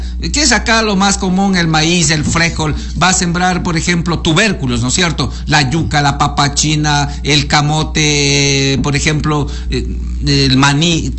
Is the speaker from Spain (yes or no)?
no; San Juan Bosco, Morona Santiago, Ecuador; Mi tierra, mi querido compadre.